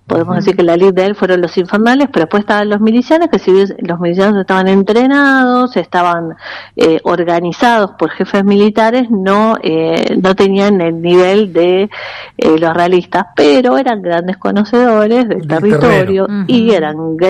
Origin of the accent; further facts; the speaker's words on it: Buenos Aires, Argentina; moved away as an adult; now in Salta, Argentina; Yo soy porteña.